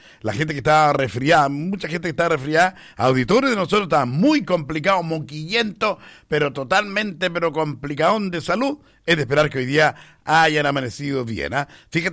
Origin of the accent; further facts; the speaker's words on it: Chile; Así somos los chilenos